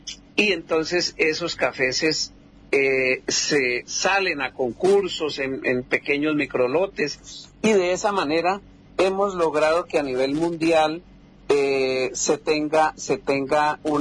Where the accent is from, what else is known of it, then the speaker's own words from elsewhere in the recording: Pitalito, Huila, Colombia; la región de donde soy yo, que es Bruselas, que es un corregimiento que pertenece a Pitalito y es la zona cafetera por excelencia.